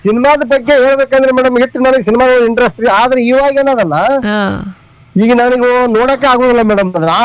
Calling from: Karnataka, India; ನಮ್ಮ ಊರಿಂದ ನಮ್ಮ ಬಿಜಾಪುರಕ್ಕೆ ಹೋಗ್ಬೇಕಾದ್ರೆ ನಮಗೆ 20 ಕಿಲೋಮೀಟರ್ ಮೇಡಮ್.

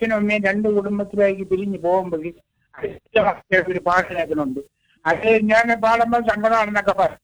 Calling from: Kallayam, Kerala, India; മോളെ വീട് കല്ലയമാണ്.

